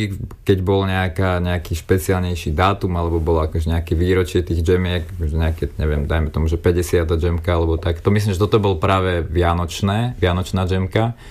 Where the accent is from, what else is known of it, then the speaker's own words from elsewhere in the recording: Rabčice, Žilina Region, Slovakia; u nás v Rábčiciach